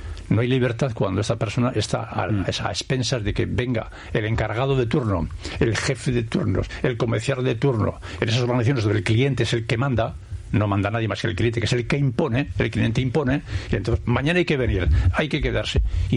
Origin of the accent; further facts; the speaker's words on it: Sopuerta, Basque Country, Spain; y soy de Sopuerta, no soy del centro de Bilbao.